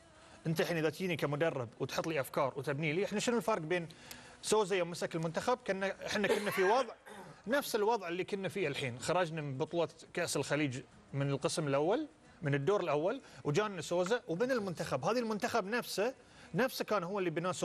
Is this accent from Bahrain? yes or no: yes; Bahrain; احنا مو موجود عندنا في البحرين